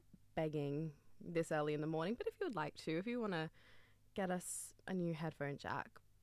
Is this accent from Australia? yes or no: yes; New South Wales, Australia; I come from Bidjigal land